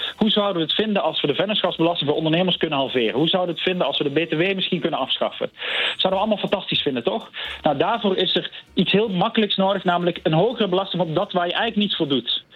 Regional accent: Venray, Limburg, Netherlands; now in Rotterdam, Netherlands; in het mooie pittoreske Limburgse dorpje waar ik ben opgegroeid.

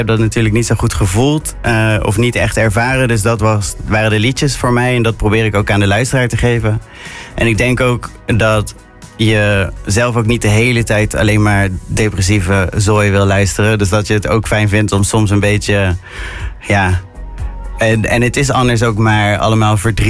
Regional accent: 's-Hertogenbosch, North Brabant, Netherlands; moved away as an adult; also born or lived in Breda; Ik kwam uit Den Bosch

